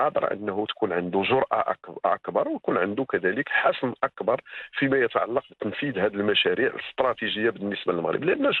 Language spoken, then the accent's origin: Arabic; Morocco